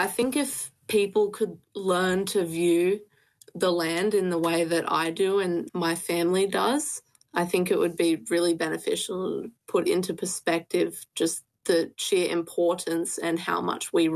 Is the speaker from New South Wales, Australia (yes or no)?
yes; Sydney, New South Wales, Australia; moved away as an adult; now in Tamworth, Australia; I grew up in South Sydney. I was born there, raised there, and it was only a year after writing this piece I actually moved to Tamworth, which is pretty much the centre of Gamilaroi land.